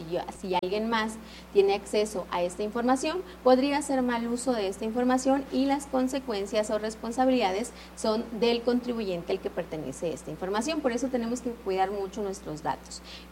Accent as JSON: {"language": "Spanish", "country": "Mexico", "said": "nuestras obligaciones como mexicanos, en todas partes."}